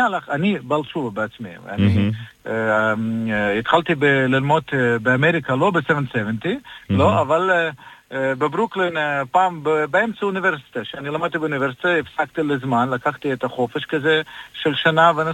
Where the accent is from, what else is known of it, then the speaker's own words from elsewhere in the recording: Belarus; Hebrew is a second language; moved away as an adult; also born or lived in Ukraine; now in Israel; אני חבדניק, אני עליתי לפני ארבע שנים מאוקראינה, כאילו אני במקור בבלרוס, עבדתי באוקראינה, בקהילה יהודית, אז אני חבדניק דתי